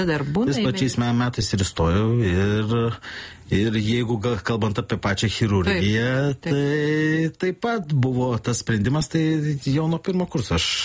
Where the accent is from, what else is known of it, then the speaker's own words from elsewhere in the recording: Mažeikiai, Samogitia, Lithuania; now in Kaunas, Lithuania; esu iš Žemaitijos atvykęs į Kauną.